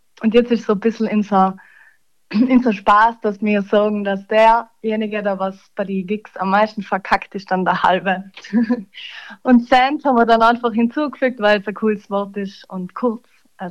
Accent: Tschötsch, Trentino-Alto Adige, Italy; ich komme aus Tschötsch, das ist ein kleines Dorf

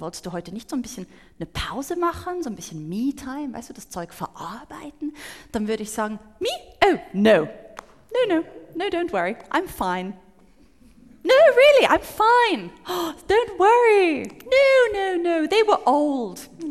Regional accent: Switzerland; Ich bin ja halb Schweizerin.

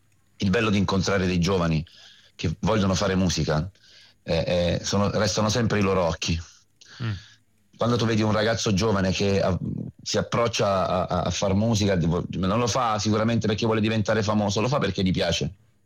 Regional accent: Abruzzo, Italy; moved away as an adult; also born or lived in Milan / Rome; Io sono orgogliosamente abruzzese, perché in questa regione, secondo me, c'è racchiusa non solo tanta bellezza, perché abbiamo sia il mare sia la montagna

